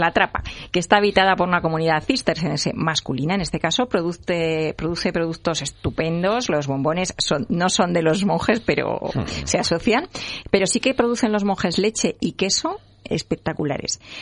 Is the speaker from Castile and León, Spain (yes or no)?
yes; León, Castile and León, Spain; Pues mira, León, te voy a decir, yo soy leonesa